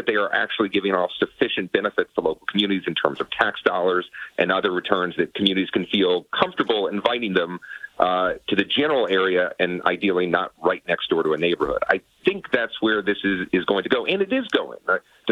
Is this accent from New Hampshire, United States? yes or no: no; Virginia, United States; outside of Virginia, my hometown, our home state, not built a lot of data centers.